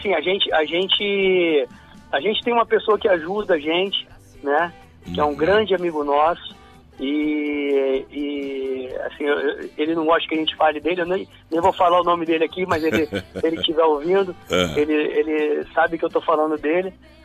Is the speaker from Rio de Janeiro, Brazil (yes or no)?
yes; Rio de Janeiro, Brazil; Nós somos do Rio, isso.